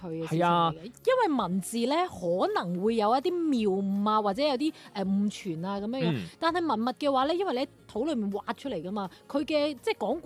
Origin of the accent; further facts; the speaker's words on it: Guangzhou, Guangdong, China; 因為我哋作為廣州人咧，成日以為自己好了解廣州，但係佢問咗幾個問題，我真係唔知喎。